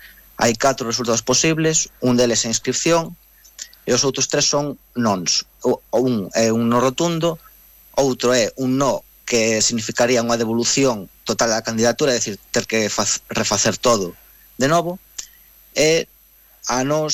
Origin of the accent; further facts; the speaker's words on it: Monforte de Lemos, Galicia, Spain; also born or lived in Pobra do Brollón; eu nacín en Pobra do Brollón e vivo en Monforte dende hai moito tempo, criei-me ali.